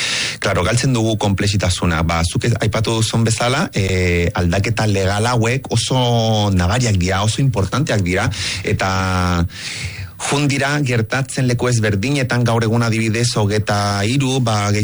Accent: Chile; moved away; ni txiletarra naiz, eta klaro, kulturen artean be, nahiko tradizionala, edo hemendik konparatuta adibidez, tradizionalagoa da Txile

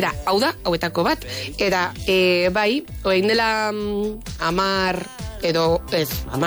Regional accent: Spain; niretzat zerbait garrantzitsua bada herria, nire herria, Etxeberri

